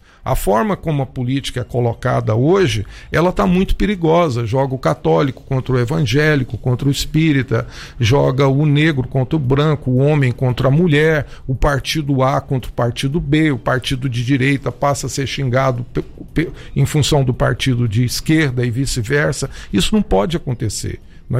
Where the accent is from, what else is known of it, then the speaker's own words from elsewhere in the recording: Goiânia, Goiás, Brazil; born there; Eu sou goiano, sou goianiense, nasci em Goiânia